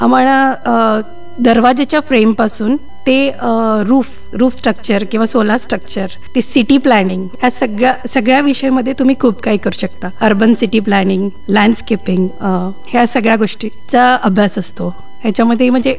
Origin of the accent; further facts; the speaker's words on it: Belgaum, Karnataka, India; also born or lived in Bangalore / Goa; मी मूळची बेळगावचीच. माझं शिक्षण, शाळेचं शिक्षण मराठी विद्यानिकेतन मराठी मीडियम मधून झालं. त्याच्यानंतर माझं आर्किटेक्चर कॉलेज शिक्षण हे JIT गोगटे इन्स्टिट्यूट उद्यमबाग इथून